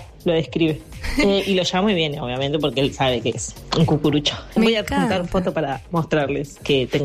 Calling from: Monte Grande, Buenos Aires Province, Argentina; soy de Monte Grande.

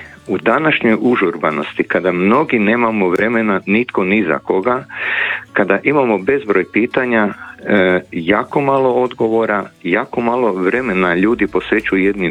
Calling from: Zagreb, City of Zagreb, Croatia; Ja sam iz Zagreba, Špansko trenutno lokacija. Učenik sam bio generacije 74. 78. druge ekonomske škole koja je bila u tada na lokaciji Klajićeva broj 7

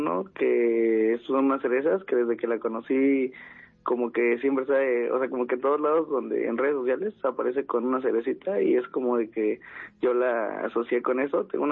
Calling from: Acolman, State of Mexico, Mexico; Soy aquí de Acolman, Estado de México.

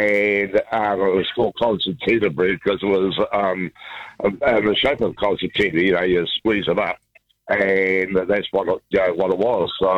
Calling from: Christchurch, Canterbury, New Zealand; I'm calling from Christchurch. I'm in an old people's home in Linwood, and I'm on the top story.

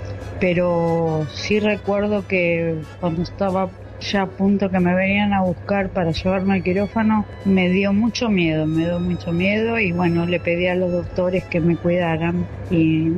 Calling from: San Antonio de Padua, Buenos Aires Province, Argentina; de Padua.

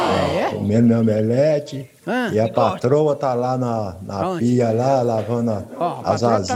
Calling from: Fonte Nova, Minas Gerais, Brazil; Eu sou da cidade de Fonte Nova, Minas Gerais, na zona da Mata Mineira.

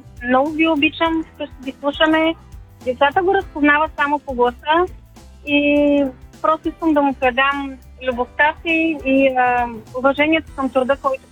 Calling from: Varna, Varna Province, Bulgaria; Обаждам се от Варна

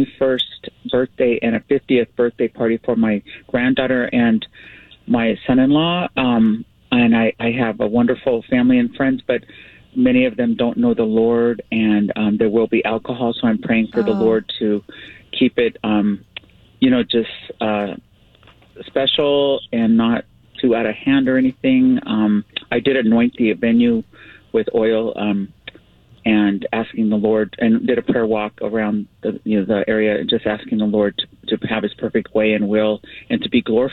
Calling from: Los Alamitos, California, United States; I'm calling from Los Alamitos, California.

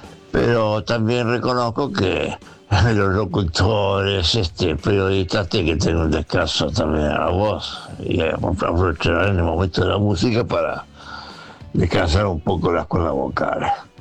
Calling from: San Luis, Argentina; de San Luis, 81 años, jubilado.

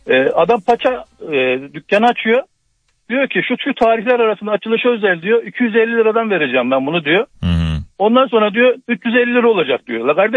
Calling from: Gaziantep, Turkey; Gaziantep'ten arıyorum.

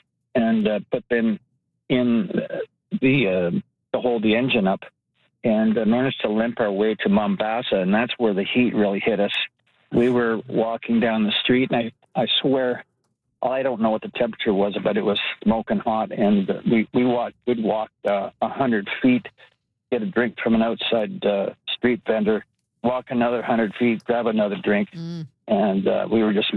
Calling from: Bergen, Alberta, Canada; I'm calling from Bergen, Alberta. Pretty much paradise here.

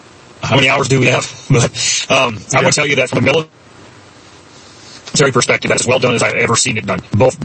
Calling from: Helena, Montana, United States; I'm in Helena, Montana.

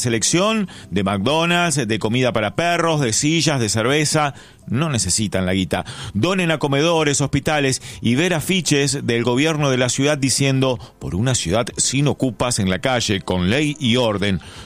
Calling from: Buenos Aires, Argentina; de Chacarita

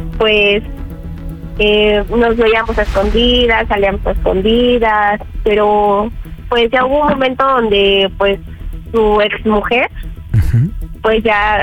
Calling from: León, Guanajuato, Mexico; Tengo 29 y soy de León, Guanajuato.

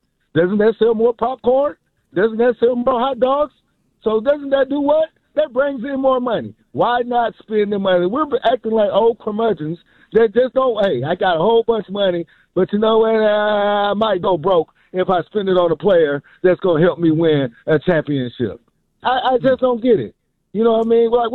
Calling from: Atlanta, Georgia, United States; I'm from Atlanta

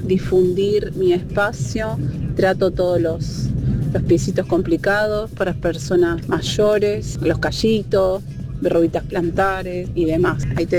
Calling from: Berazategui, Buenos Aires Province, Argentina; soy de la zona de Hudson, Berazategui, zona sur.

